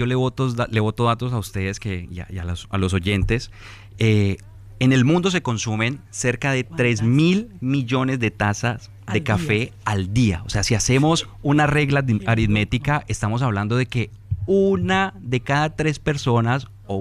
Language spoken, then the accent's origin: Spanish; La Dorada, Caldas, Colombia; moved away as an adult; now in Paraguay; Yo soy de una zona que se llama La Dorada, que es entre Medellín y Bogotá.